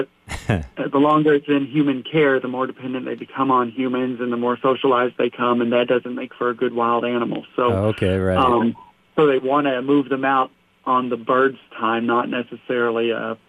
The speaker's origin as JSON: {"language": "English", "town": "Fern Creek", "region": "Kentucky", "country": "United States", "lives_now": "Virginia, United States", "said": "I'm from Fern Creek, Kentucky, but I live right now in Virginia."}